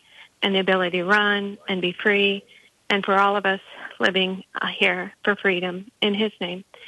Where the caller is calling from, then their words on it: Waikoloa, Hawaii, United States; I'm calling from Waikoloa in the state of Hawaii.